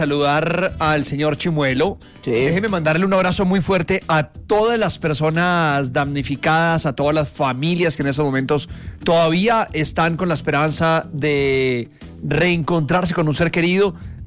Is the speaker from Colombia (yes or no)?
yes; Colombia; pues yo creo que es la felicidad que sentimos como colombianos, o el orgullo que sentimos como colombianos